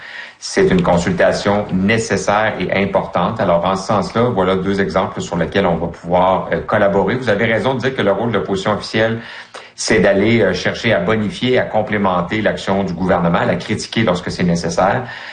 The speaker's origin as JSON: {"language": "French", "region": "Quebec", "country": "Canada", "said": "Moi, je suis un fier francophone, je suis un fier québécois."}